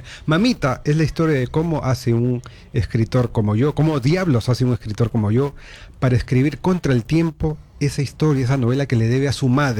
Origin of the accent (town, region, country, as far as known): Peru